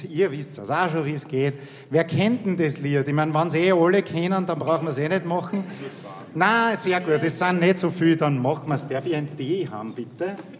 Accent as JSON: {"language": "German", "country": "Austria", "said": "Bei uns in Österreich heißt es immer, der Sonntag ist der erste Tag der Woche"}